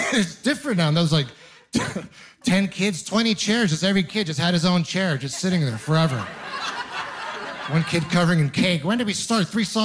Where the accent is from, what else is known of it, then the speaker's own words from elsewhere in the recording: Ontario, Canada; I'm originally from Ontario.